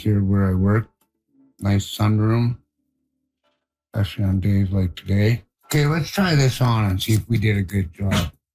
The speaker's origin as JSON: {"language": "English", "town": "Teslin", "region": "Yukon", "country": "Canada", "said": "I'm from the Dakhlawedi Nation of the Teslin Tlingit Council. And I work at the Heritage Center here in Teslin, Yukon."}